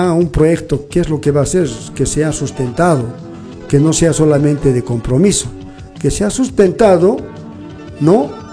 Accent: Calca, Cusco, Peru; lo hago como calqueño que quiero a mi tierra

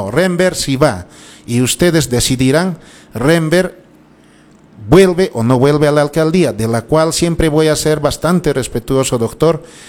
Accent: Lamay, Cusco, Peru; nuestra candidatura está firme en nuestro pueblo de Lamay, queridos conciudadanos, y las 13 comunidades de mi distrito de Lamay.

